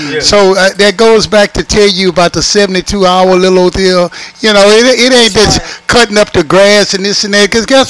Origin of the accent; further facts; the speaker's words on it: United States; And I grew up around Gillum Circle.